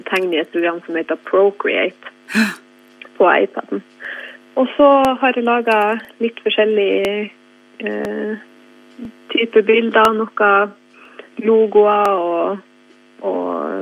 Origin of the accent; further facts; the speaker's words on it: Korgen, Nordland, Norway; now in Oslo, Norway; Ja, jeg er jo ifra Korgen.